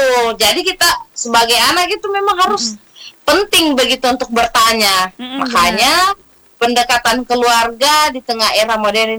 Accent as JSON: {"language": "Indonesian", "region": "South Sulawesi", "country": "Indonesia", "said": "sebagai anak Sulawesi Selatan"}